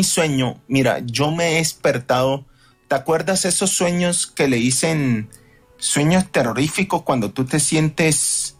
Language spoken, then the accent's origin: Spanish; Barranquilla, Atlántico, Colombia; moved away; yo ahora mismo no vivo en Barranquilla